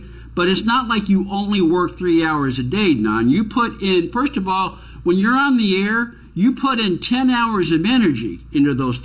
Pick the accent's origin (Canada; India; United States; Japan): United States; San Francisco, California; I know this because I grew up in San Francisco, Don, there were three newspapers.